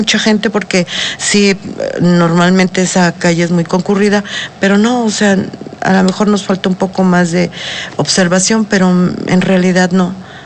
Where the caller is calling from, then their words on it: Apizaco, Tlaxcala, Mexico; venimos de Apizaco, no somos de aquí